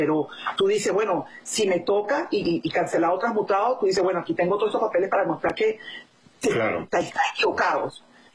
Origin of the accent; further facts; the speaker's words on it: Venezuela; moved away; lo más lamentable que nos puede pasar a nosotros como venezolanos en el exterior, como nos llaman la diáspora, los venezolanos en el exilio, aquellos venezolanos que realmente no podemos regresar en este momento a Venezuela